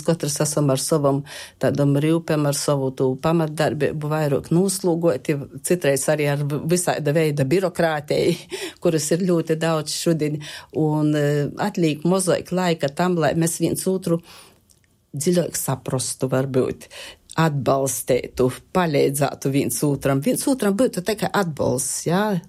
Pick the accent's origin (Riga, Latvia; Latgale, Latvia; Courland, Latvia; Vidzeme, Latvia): Latgale, Latvia; first language Latgalian; Latgola ir mana dzimto puse. Latgaļies runāju savā motis tāva valūdā. Latgaļies arī atsagrīžos pēc studējām strodot.